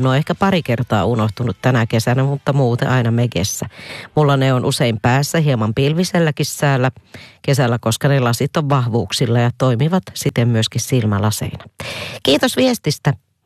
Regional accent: Jyväskylä, Central Finland, Finland; Mä oon Jyväskylästä.

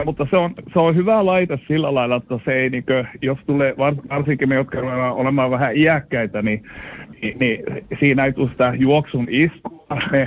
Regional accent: Fagersta, Västmanland, Sweden; born there; mähän asun täällä ja olen syntynyt täällä Fagerstassa, Ruotsissa.

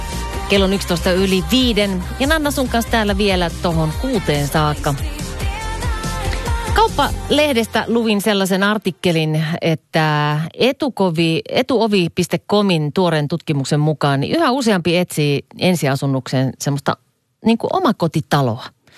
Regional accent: Kajaani, Kainuu, Finland; now in Helsinki, Finland; mä oon itse Kajaanista kotosin, ja kun mä mietin mun aikaa nuorena Kajaanissa

